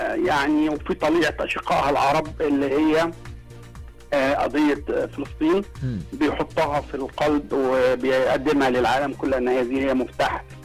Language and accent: Arabic; Egypt; نحن كمصريين او كمصر